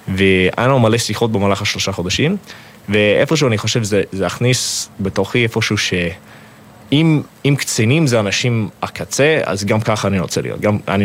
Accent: Uganda; Hebrew is a second language; moved away as an adult; also born or lived in United States; now in Israel; נולדתי בארצות הברית, הייתי באפריקה מעל 17 שנים, ואז אני פה בארץ כמעט 3 שנים

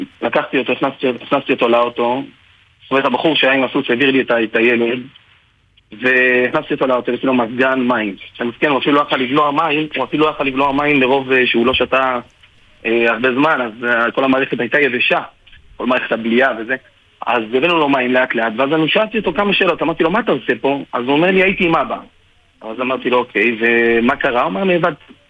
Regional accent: Ashdod, Southern District, Israel; אני מאשדוד.

